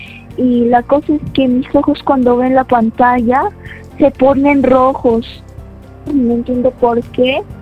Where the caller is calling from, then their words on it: Cerro de Pasco, Pasco, Peru; Yo les llamo desde Cerro de Pasco.